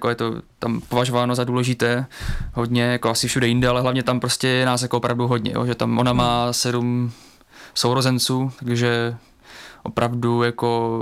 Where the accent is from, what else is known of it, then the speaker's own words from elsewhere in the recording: Olomouc, Olomouc Region, Czechia; also born or lived in Catalonia, Spain; já jsem se narodil v Olomouci, jenom vím, že jsem asi jako malej, možná když mě byl rok, 2 roky, tak jsem tam žil nějakou dobu v tom Katalánsku